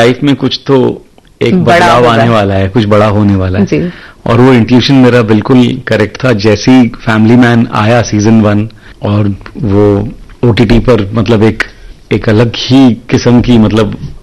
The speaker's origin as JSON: {"language": "Hindi", "town": "Mumbai", "region": "Maharashtra", "country": "India", "tie": "born or raised there", "said": "तो मैंने बोला मैं मुंबई में पला बड़ा हूं, मराठी बोल लेता हूं।"}